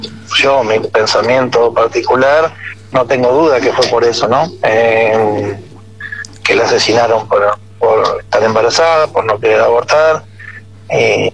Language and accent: Spanish; Rufino, Santa Fe, Argentina; born there; moved away as an adult; now in Alvear, Argentina; nosotros nacimos en Rufino, Santa Fe, con mis hermanas.